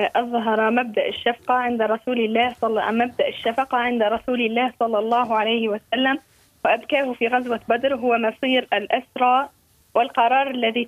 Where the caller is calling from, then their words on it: Kef Governorate, Tunisia; من ولاية كيف.